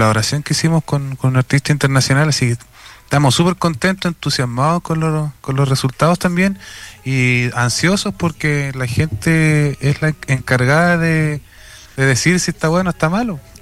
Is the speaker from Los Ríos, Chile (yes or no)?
no; Puerto Montt, Los Lagos, Chile; yo soy de Puerto Montt, trabajo en Puerto Montt.